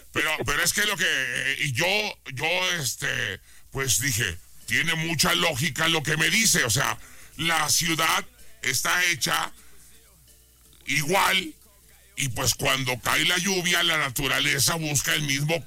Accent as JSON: {"language": "Spanish", "town": "Guadalajara", "region": "Jalisco", "country": "Mexico", "lives_now": "Aguascalientes, Mexico", "said": "Sí, yo soy de Guadalajara, Jalisco."}